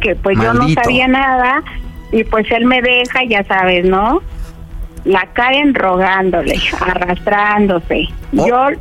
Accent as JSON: {"language": "Spanish", "town": "Tlalpan", "region": "Mexico City", "country": "Mexico"}